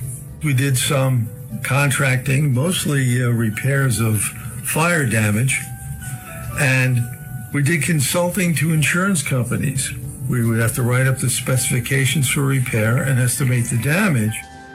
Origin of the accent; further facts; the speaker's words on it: Long Island, New York, United States; I was born and raised in Long Island.